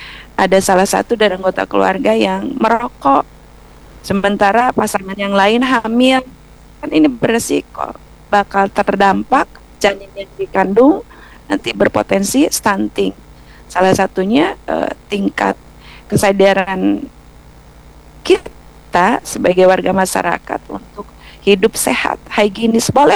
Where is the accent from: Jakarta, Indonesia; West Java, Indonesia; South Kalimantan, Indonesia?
West Java, Indonesia; Ciamis; Ya, kemudian saya dari Ciamis itu adalah masyarakat balong. Jadi nunggadu lauk gitunya.